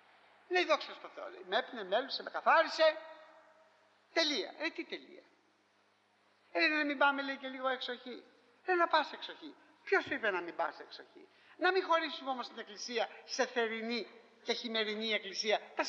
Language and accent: Greek; Greece; Και εντράπηκα σαν Έλληνας.